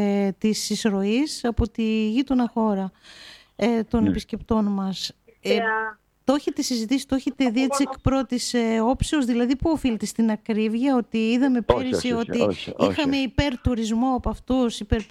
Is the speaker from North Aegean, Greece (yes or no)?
yes; Samos, North Aegean, Greece; δεν είμαι εγώ μόνο που είμαι έτσι με το νησί μου εκστασιασμένη